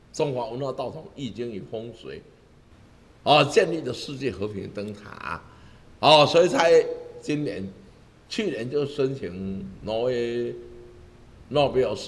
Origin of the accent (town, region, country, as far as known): Taiwan